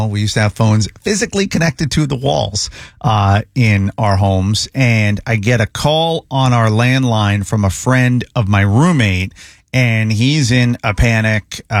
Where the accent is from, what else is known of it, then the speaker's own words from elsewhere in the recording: Florida, United States; born there; And my whole family is from New York. Like, New York is in my blood. I was born here in Florida, but just it's always been New York.